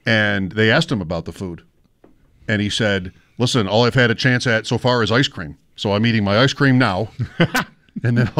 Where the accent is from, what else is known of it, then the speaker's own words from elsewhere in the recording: Grand Island, New York, United States; I'm from Grand Island, New York.